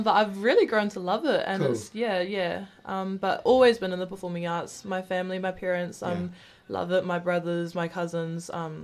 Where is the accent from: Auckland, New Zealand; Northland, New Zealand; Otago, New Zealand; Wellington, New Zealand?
Wellington, New Zealand; Porirua; So I am Porirua born and bred. My family was born into the Bay and I've moved around a bit since then.